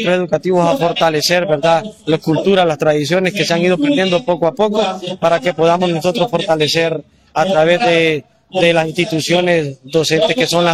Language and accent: Spanish; Honduras; la cultura que nos caracteriza como hondureños